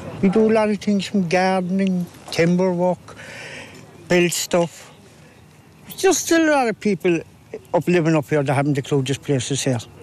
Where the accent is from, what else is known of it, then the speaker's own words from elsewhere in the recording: Cork, Munster, Ireland; I'm born and raised in Grána Brothar, below the road, and I'm up here doing volunteering for the last 10 years.